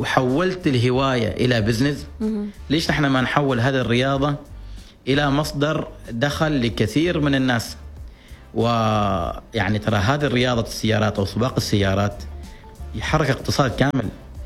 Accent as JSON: {"language": "Arabic", "country": "Oman", "said": "هنا عندنا في عمان"}